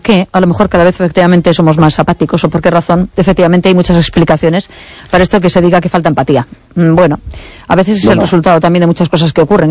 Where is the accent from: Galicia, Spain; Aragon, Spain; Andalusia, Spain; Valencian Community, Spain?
Galicia, Spain; A Coruña; now in Mos, Spain